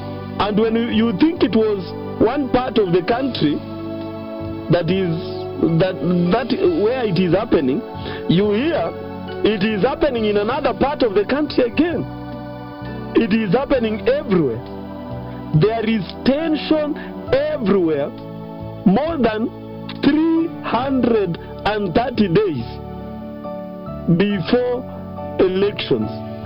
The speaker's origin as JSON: {"language": "English", "country": "Kenya", "said": "Victor, for me, I really continue to repent as a Kenyan because of where our foolishness as a country has now put us into."}